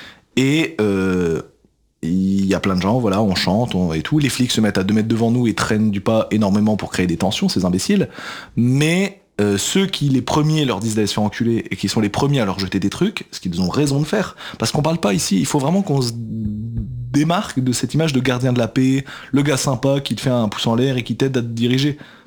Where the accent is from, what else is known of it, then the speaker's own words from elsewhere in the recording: Belgium; now in Paris, France; Vous savez, moi, je suis pas français à la base, je viens de Belgique. Et je suis arrivé à Paris